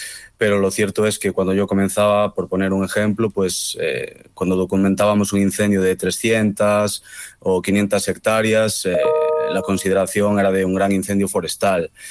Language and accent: Spanish; Ourense, Galicia, Spain; desde que yo me inicio como fotoperiodista en mi tierra, en Ourense, en Galicia.